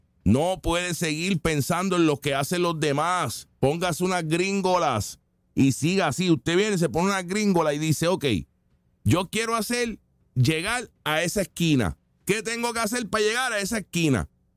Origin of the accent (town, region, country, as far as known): Puerto Rico